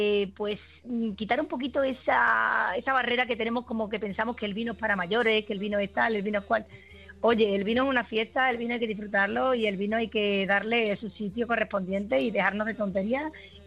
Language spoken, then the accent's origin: Spanish; Chipiona, Andalusia, Spain; moved away as an adult; now in Mérida, Spain; Llevo 12 años aquí, pero yo soy realmente soy original de Escipiona.